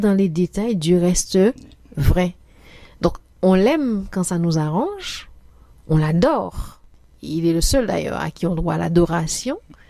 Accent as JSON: {"language": "French", "country": "Guadeloupe", "said": "chez nous, en Guadeloupe, on dit « débrouillard pas méché »."}